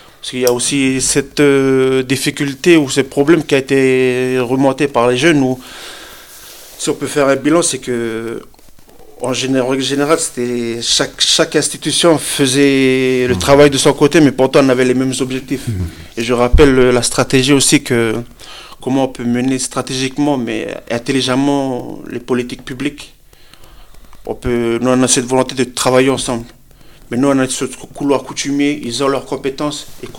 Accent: Lifou, Loyalty Islands Province, New Caledonia; chez moi à Lifou

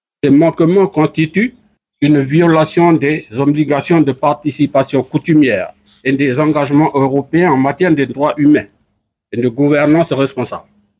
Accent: Akiti, New Caledonia

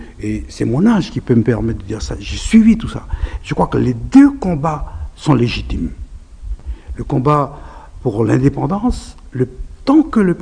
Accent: Tiga, Loyalty Islands Province, New Caledonia; born there; je suis né à Tiga, dans une petite île, et je suis venu à Nouméa.

